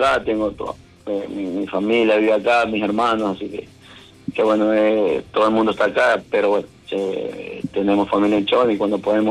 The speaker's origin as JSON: {"language": "Spanish", "town": "Manta", "region": "Manabí", "country": "Ecuador", "tie": "born or raised there", "also_born_or_lived": "Chone", "said": "papá se vinieron a vivir a Manta, yo tenía 3, 4 años."}